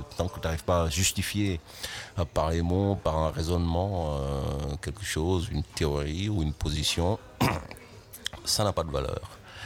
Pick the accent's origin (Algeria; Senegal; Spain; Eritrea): Senegal; now in Mulhouse, France; chez moi au Sénégal.